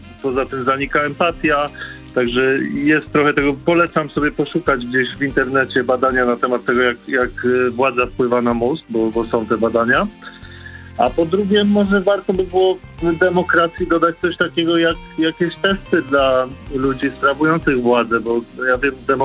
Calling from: Kłobuck, Silesian Voivodeship, Poland; Dzwonię z Kłobucka

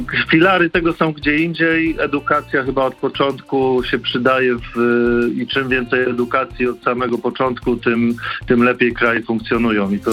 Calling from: Kłobuck, Silesian Voivodeship, Poland; Dzwonię z Kłobucka

